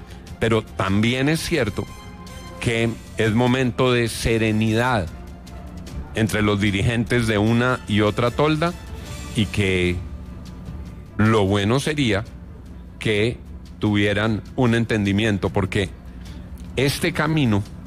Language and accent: Spanish; Colombia; se lo digo como colombiano.